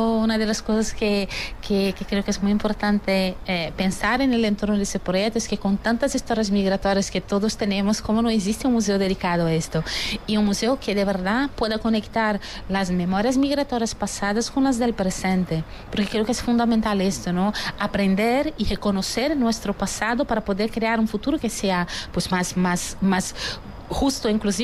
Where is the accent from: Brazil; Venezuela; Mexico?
Brazil; now in Spain; y ahí hablo yo, la brasileña, que también es española, que sigue moviéndome por el planeta